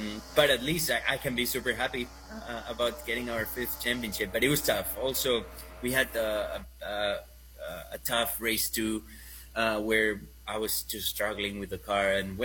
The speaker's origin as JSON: {"language": "English", "country": "Spain", "accent": "Spanish", "second_language": "English", "said": "It's my Spanish accent. It's my Spanish accent trying to talk Americano."}